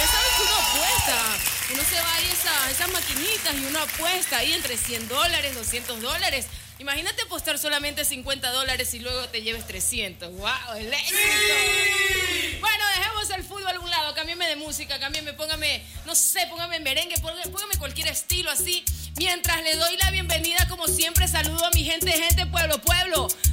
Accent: Ecuador; como ecuatorianos, simplemente debemos sentirnos orgullosos

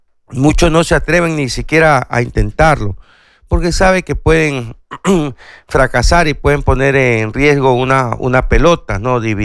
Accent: Ecuador; Somos los ecuatorianos que triunfamos

